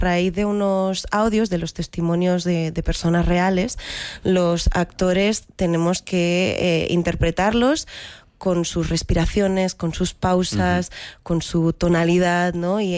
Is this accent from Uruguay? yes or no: no; Barcelona, Catalonia, Spain; yo he crecido aquí, yo crecí en Barcelona